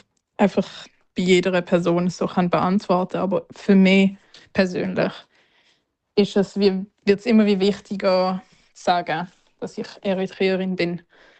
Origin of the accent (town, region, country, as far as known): Switzerland; born or raised there